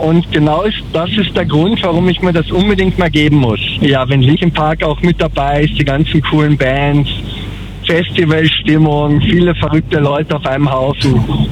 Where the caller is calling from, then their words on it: Carinthia, Austria; Dem schönen Kärnten.